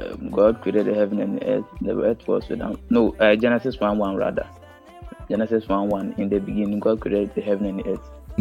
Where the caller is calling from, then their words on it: Kumasi, Ashanti, Ghana; I'm calling from Atonsu.